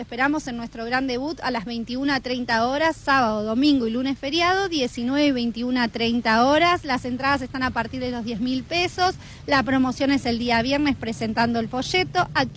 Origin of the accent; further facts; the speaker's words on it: Escobar, Buenos Aires Province, Argentina; Yo, por ejemplo, soy de Escobar, de la provincia de la Fiesta de la Flor, no sé si la conocen